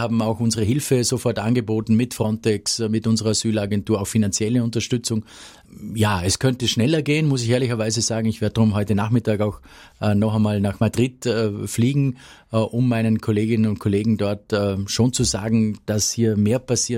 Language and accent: German; Höchst, Vorarlberg, Austria; aber natürlich kenne ich die Schweiz gut, weil ich eben an der G